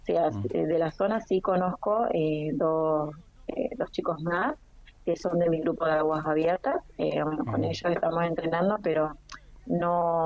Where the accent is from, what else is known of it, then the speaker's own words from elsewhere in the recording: Caleta Olivia, Santa Cruz, Argentina; born there; Mis papás no, yo y mis hermanos sí, nacimos todos en Caleta. Mis papás son de Santiago del Estero y de Córdoba.